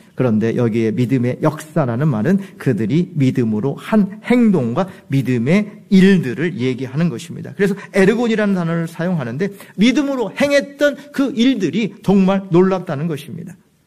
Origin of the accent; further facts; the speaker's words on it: South Korea; 저는 순수한 토종 한국인인데